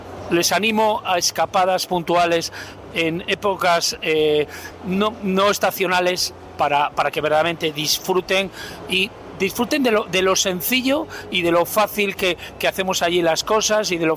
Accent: Liencres, Cantabria, Spain; Yo, para mí, evidentemente, y aquí ya se me nota un poquitín, ya tiro para casa, porque soy de Liencres, el Global Geosite, de, digamos, el corazón de toda la Costa Quebrada, recientemente la UNESCO nos ha dado el sello de Geoparque

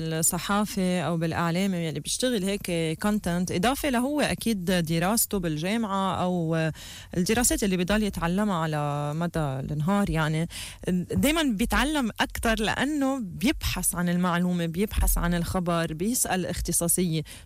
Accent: Lebanon; كلبنانيين

